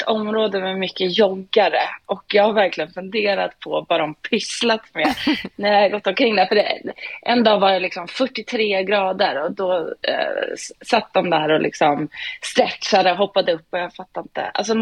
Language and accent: Swedish; Sweden; now in Paris, France; som svensk är man ju van vid att parker liksom har någon form av vattenhål